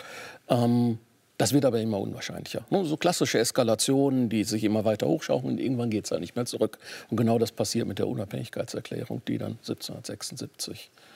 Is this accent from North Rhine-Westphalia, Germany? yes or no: yes; North Rhine-Westphalia, Germany